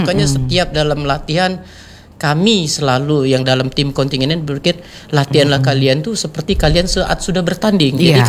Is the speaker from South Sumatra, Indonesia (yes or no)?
yes; Palembang, South Sumatra, Indonesia; kalau bahasa keren kita orang Palembang itu apa, soft skill.